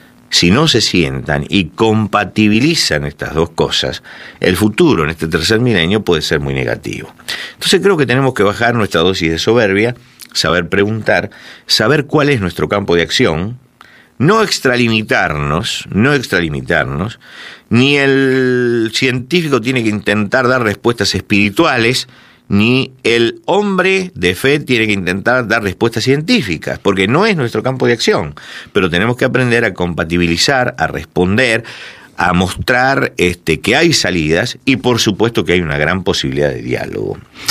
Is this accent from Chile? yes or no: no; Argentina; Yo fui asesor en su momento, en mi país, Argentina